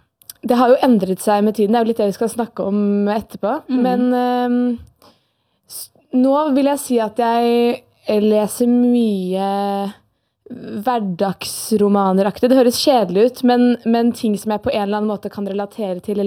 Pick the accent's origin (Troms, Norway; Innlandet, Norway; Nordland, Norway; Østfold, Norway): Innlandet, Norway; Elverum; moved away as an adult; now in Trondheim, Norway; Jeg er 24 år. Jeg kommer fra Elverum. Har akkurat flyttet til Trondheim for å prøve meg på medisinstudiet.